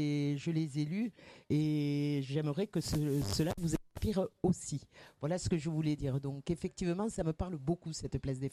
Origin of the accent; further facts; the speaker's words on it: Carcassonne, Occitanie, France; also born or lived in Morocco; je vivais dans un quartier populaire à Carcassonne, parce que venant du Maroc, je suis arrivée à Carcassonne, la ville où j'ai grandi